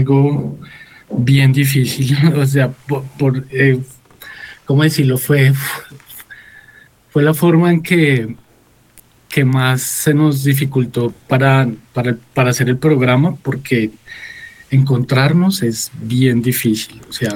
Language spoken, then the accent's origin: Spanish; Colombia; cómo somos los colombianos, cómo somos los colombianos con los pueblos indígenas